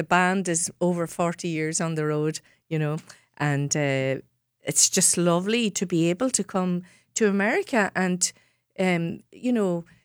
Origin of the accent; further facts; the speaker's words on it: Ireland; first language Irish; English is a second language; No. So my second language is English. Mm-hmm. So I was brought up in a Giltart area. My parents, going back years and hundreds of years, like their people all spoke Gaelic. And when I was growing up, all my first language was the Irish language.